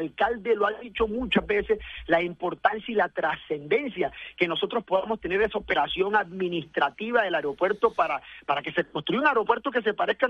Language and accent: Spanish; Barranquilla, Atlántico, Colombia; como barranquillero, como atlanticense